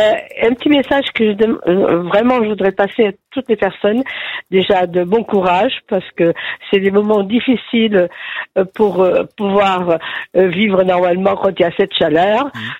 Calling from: Yerres, Île-de-France, France; je suis à Hyères dans l'Essonne.

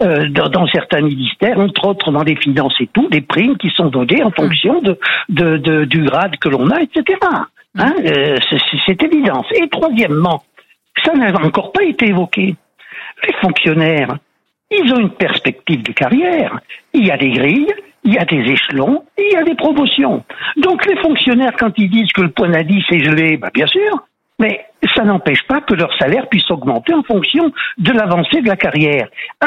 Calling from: Saint-Beauzire, Auvergne-Rhône-Alpes, France; De un petit village à côté de Clermont-Ferrand qui s'appelle Saint-Bosire.

